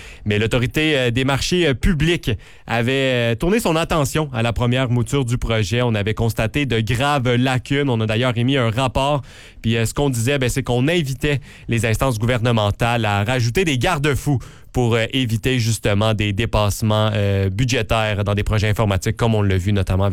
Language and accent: French; Montreal, Quebec, Canada; moi je viens de Montréal